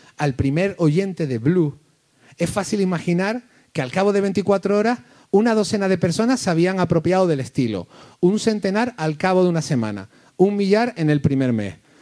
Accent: Canary Islands, Spain; esto me lleva a pensar en algo que nosotros y nosotras como canarios lo sentimos.

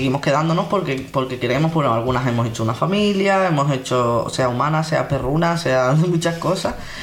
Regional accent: Canary Islands, Spain; A mí como canaria me pasa mucho, ¿sabes?

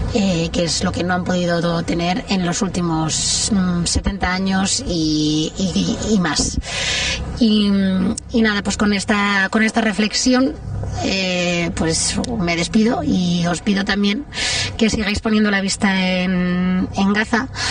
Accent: Madrid, Community of Madrid, Spain; now in Mallorca, Spain; soy madrileña, ahora mismo viviendo en Mallorca, y soy militante de la Global Sumo Flotilla.

